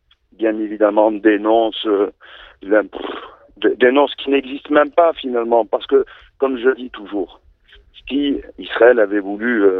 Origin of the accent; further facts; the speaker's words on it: France; now in Marseille, France; je suis pas israélien. Je suis français juif vivant à Marseille